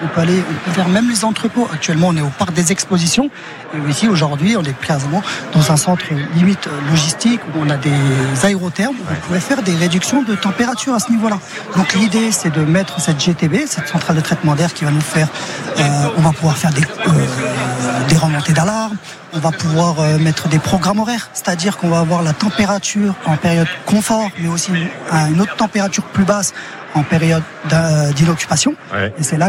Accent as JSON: {"language": "French", "region": "Grand Est", "country": "France", "moved": "yes", "lives_now": "Peyrestortes, France", "said": "à la base, je suis de Lorraine. Ouais. Donc, moi, je me suis dit, tiens, je vais prendre la diagonale de la France et je suis arrivé à Perpignan."}